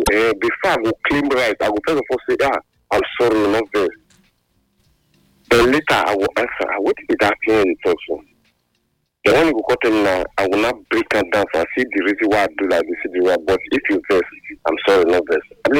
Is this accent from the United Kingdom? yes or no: yes; England, United Kingdom; I'm an Englishman, they talk privately most of the time.